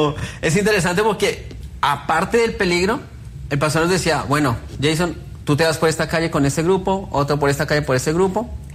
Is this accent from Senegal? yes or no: no; Soacha, Cundinamarca, Colombia; moved away; also born or lived in Bogotá; Yo soy de un pueblo llamado Soacha.